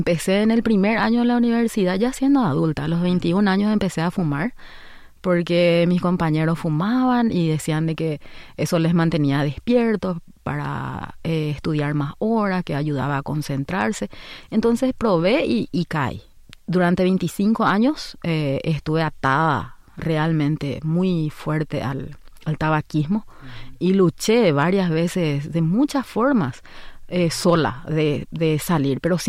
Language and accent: Spanish; Asunción, Paraguay; nací en Paraguay, en Asunción.